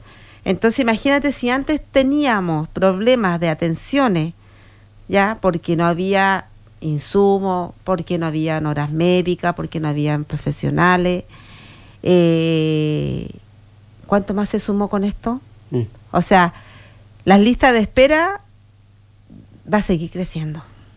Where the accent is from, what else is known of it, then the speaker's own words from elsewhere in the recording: Chile; los chilenos trabajamos, digo trabajamos porque me considero chilena